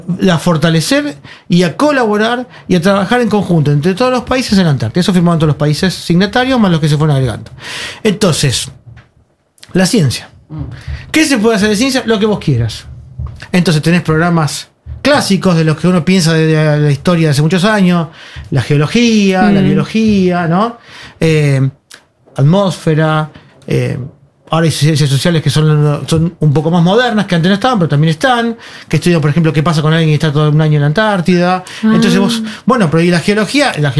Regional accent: Argentina; vengo de Argentina, que estamos en invierno.

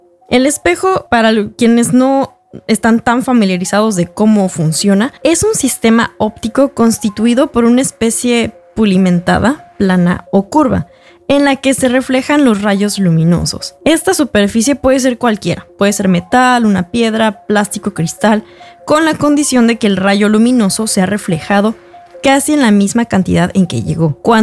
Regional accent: Mexico; now in Norway; para quien no me conoce, soy periodista de México

